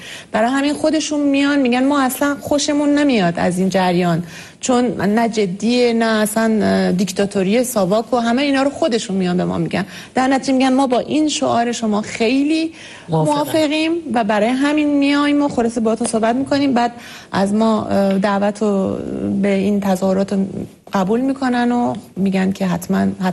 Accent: Iran; moved away; خب متوجه میشن ما ایرانی هستیم

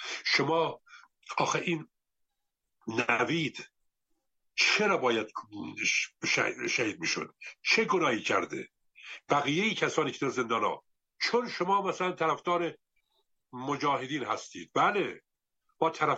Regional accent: Iran; ما ایرانی ها غیرت داریم، شرف داریم

